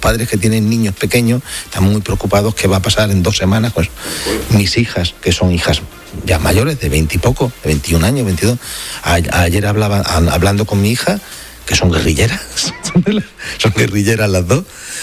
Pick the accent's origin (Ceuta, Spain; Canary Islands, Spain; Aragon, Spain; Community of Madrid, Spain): Ceuta, Spain; Yo soy de Ceuta, nacido en Ceuta, nos hemos criado siempre mezclados, ha habido de todo.